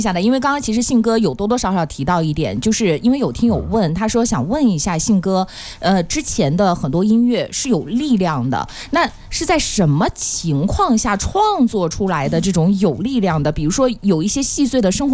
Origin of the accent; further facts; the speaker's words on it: Shandong, China; 不可能，因为我是山东人。